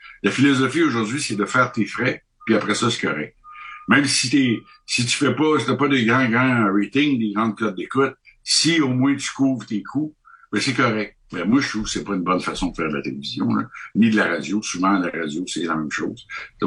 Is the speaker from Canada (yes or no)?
yes; Canada; écoutez, moi, je suis du Canada, je suis ici de passage